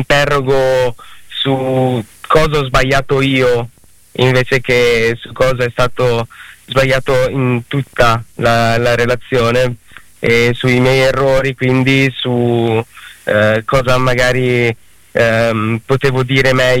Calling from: Bologna, Emilia-Romagna, Italy; Io sono di Bologna.

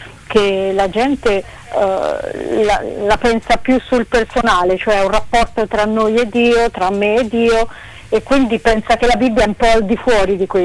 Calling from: Chiaravalle, Marche, Italy; cioè Ancona, dove sto io, Chiaravalle, insomma, in provincia di Ancona

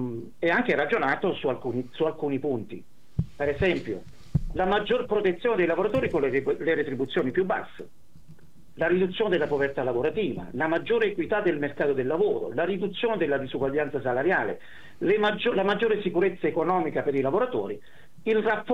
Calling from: Vicenza, Veneto, Italy; sono di Vicenza, abito qui a Vicenza

